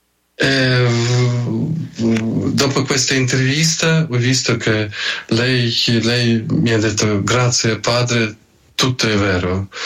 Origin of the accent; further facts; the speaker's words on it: Ukraine; noi come Ucraina, anche dall'Italia, no?